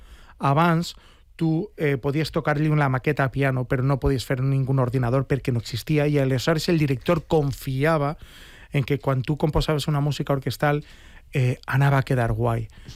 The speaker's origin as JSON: {"language": "Catalan", "town": "Alzira", "region": "Valencian Community", "country": "Spain", "tie": "born or raised there", "said": "sempre procuro dedicar una peça al meu poble, en algo que tinga que veure en Alzira."}